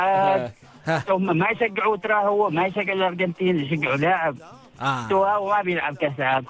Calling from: Oman; احنا عمانيين

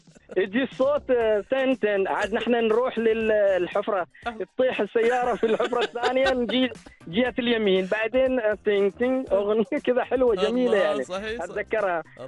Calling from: Muscat, Muscat Governorate, Oman; انا اتكلم معك من مسقط العامره.

